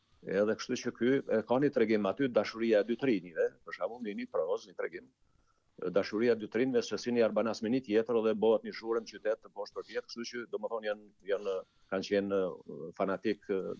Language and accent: Albanian; Deçan, Gjakova District, Kosovo; moved away as an adult; also born or lived in Pristina; now in Zadar, Croatia; nga Komuna Deçanit